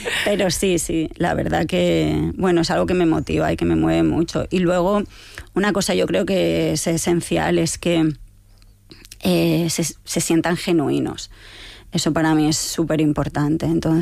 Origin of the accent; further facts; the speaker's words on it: Spain; now in Denmark; siendo directora española